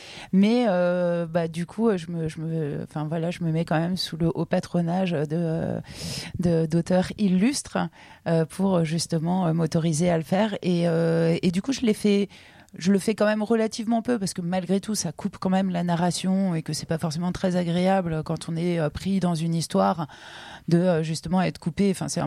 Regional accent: France; qu'est-ce que ça veut dire être fasciné par les tropiques quand on est né et qu'on a grandi en France métropolitaine, quoi.

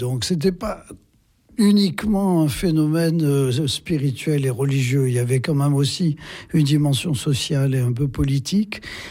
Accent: Limoges, Nouvelle-Aquitaine, France; born or raised there

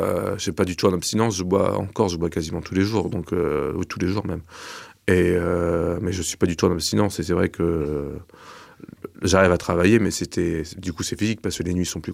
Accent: Normandy, France; now in Brittany, France; aujourd'hui je suis normand et je suis en terre bretonne

